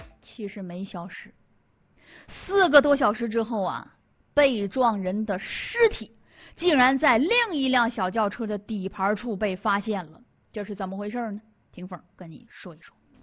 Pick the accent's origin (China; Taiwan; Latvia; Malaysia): China; Daqing, Heilongjiang; 咱们大庆人就这样热心肠。